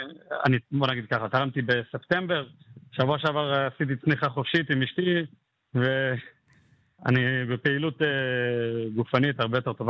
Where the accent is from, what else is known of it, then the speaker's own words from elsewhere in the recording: Rehovot, Central District, Israel; רחובות, עיר שגדלתי בה